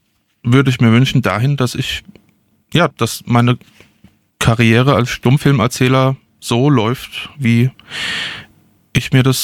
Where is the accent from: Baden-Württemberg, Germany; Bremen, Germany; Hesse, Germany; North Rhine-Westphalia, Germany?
Hesse, Germany; Also ich bin Hesse, ja, der Hesse schenkt gern.